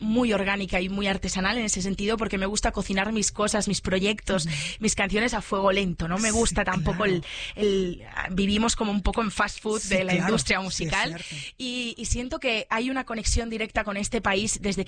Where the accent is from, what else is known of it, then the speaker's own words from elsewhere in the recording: Galicia, Spain; Yo que soy gallega, también siento como los gallegos somos como también muy hospitalarios